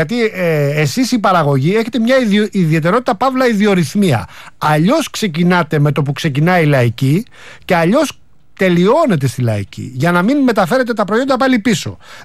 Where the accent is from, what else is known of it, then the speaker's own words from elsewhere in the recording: Attica, Greece; είμαστε και κοντοχωριανοί που λέω κι εγώ, γιατί είμαστε από την Ανατολική Αττική εκεί.